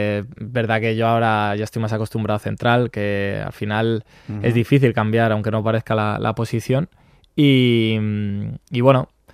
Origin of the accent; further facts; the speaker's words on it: Madrid, Community of Madrid, Spain; now in Alicante, Spain; yo soy de Madrid centro, pero el Leganés también me pillaba cerca de casa, uh-huh. Porque soy del centro, pero un poco hacia el sur.